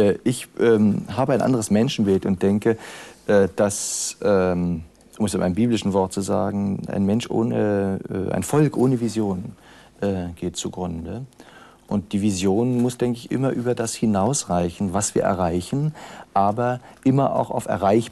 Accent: Germany; Ich bin an der Elbe groß geworden

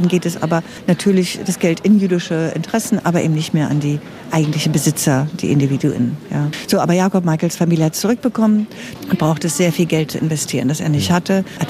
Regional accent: East Germany, Germany; wir sind selber beide ja Ostdeutsche und haben damit gelebt.

